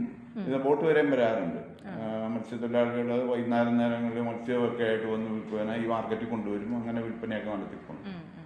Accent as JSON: {"language": "Malayalam", "town": "Kanjiramattam", "region": "Kerala", "country": "India", "tie": "born or raised there", "said": "ഞാൻ കാഞ്ഞിരമറ്റം സ്വദേശിയാണ്."}